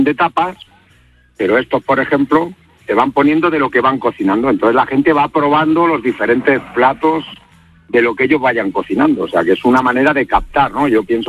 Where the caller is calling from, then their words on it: Granada, Andalusia, Spain; vivo no en el centro, sino un poco a las afueras de Granada, en un barrio mítico también, que es muy muy famoso por las tapas, se llama La Chana